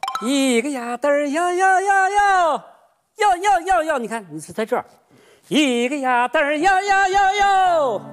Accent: China; 这我们中国人讲究什么呢？

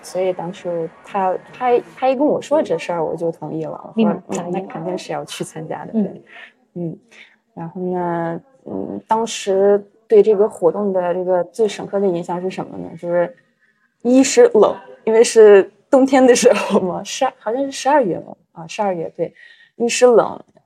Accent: Russia; Chinese is a second language; 然后我们十个人当中就我一个外国人，就一个俄罗斯人

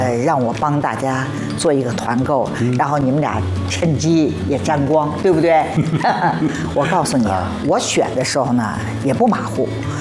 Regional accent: Shanghai, China; 就是我跟他通话的时候呢，我们上海话叫咖喱

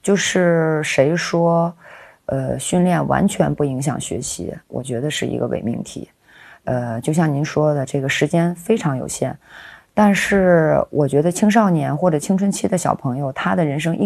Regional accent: Northwest China, China; 那么我是西北长大的

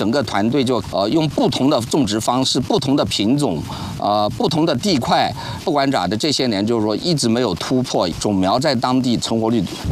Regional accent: Lishui, Zhejiang, China; now in Zhenlai, China; 来自浙江省丽水市缙云县，我的老家是中国的茭白之乡。

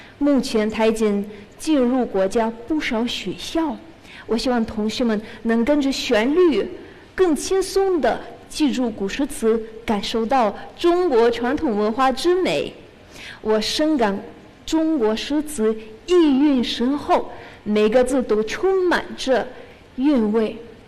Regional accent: Russia; Chinese is a second language; now in China; 大家好，我是来自俄罗斯的 … ，目前在清华大学读国际关系专业，大四。

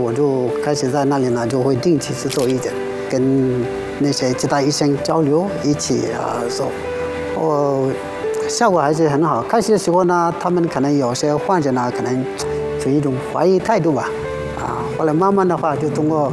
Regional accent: Mali; Chinese is a second language; moved away as an adult; now in China; 来自四川马里。

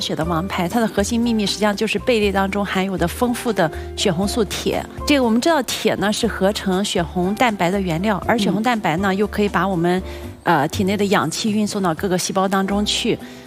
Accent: Shandong, China; accent: Shandong dialect; 我们山东话叫嘎啦

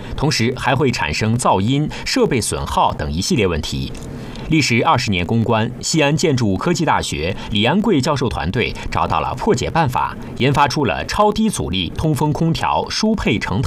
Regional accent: Uzbekistan; 我计划把这个品种引到乌兹别克斯坦，相信凭借它的优良特性，在我们当地也会有广阔的市场，能够得到本国消费者。

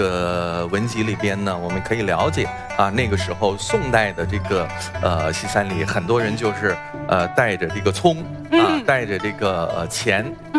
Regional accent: Sichuan, China; 我们四川那边叫打三招，

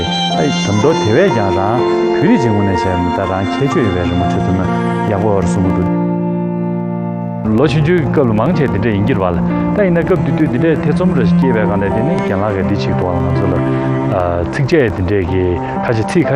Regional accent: Beijing, China; 我们团队人，我来自北京

